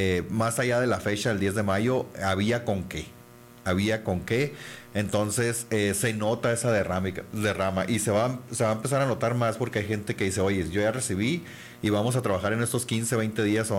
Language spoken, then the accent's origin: Spanish; Cananea, Sonora, Mexico; los que somos de Cananea